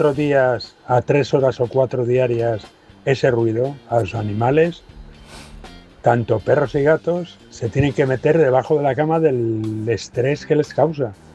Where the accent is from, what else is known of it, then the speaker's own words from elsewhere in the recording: Valladolid, Castile and León, Spain; now in Fuerteventura, Spain; de Valladolid, pero estoy en Fuerteventura.